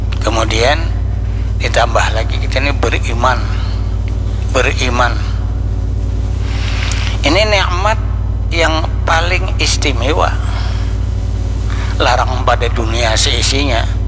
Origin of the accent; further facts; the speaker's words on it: South Kalimantan, Indonesia; Ya bahasa kita orang Banjar, paharatnya tuh bang deh.